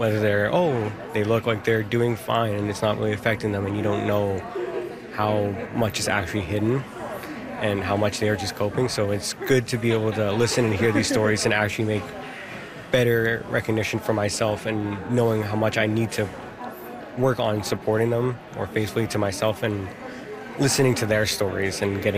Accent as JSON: {"language": "English", "town": "Thunder Bay", "region": "Ontario", "country": "Canada", "said": "I'm from Thunder Bay, representing Red Sky Métis Independent Nation"}